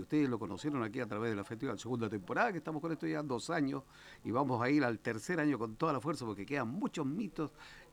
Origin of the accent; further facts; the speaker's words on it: Chile